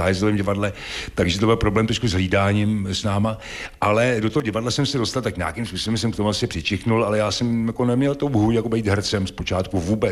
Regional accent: Mladá Boleslav, Central Bohemian Region, Czechia; born there; já jsem se narodil v Mladé Boleslavi.

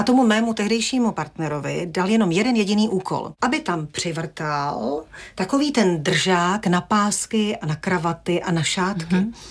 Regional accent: Vimperk, South Bohemian Region, Czechia; tak my jsme k mojí babičce na Solnou Lhotu chodili pěšky, což je z Vimperka, odkud pocházím, nějakých 5-6 kilometrů

